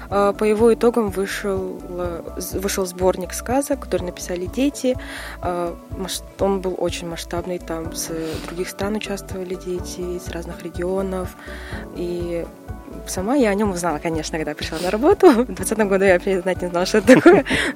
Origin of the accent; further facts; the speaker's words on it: Sakha Republic, Russia; first language Yakut; Russian is a second language; я якутка, до 4-5 лет я на русском не говорила.